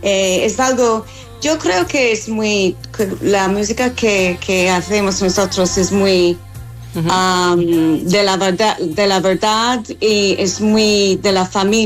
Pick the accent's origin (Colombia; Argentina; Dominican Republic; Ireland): Ireland; Dundalk, Leinster; born or raised there; Spanish is a second language